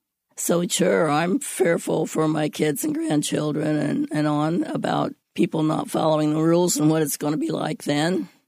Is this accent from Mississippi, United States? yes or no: no; Urbana, Illinois, United States; I grew up in Urbana, went to Urbana High School, was in Girl Scouts, track, in the band.